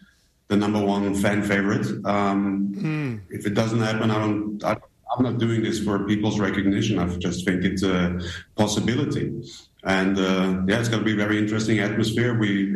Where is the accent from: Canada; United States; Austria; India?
Austria; moved away; I grew up in Austria, which is just right next door. I'm a proud European